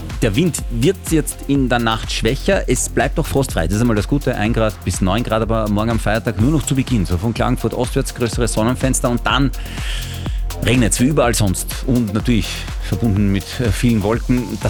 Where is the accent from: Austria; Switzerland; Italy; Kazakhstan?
Italy; Vor allem nicht warum, als Italiener, aber trotzdem Moussaka, weiß nicht.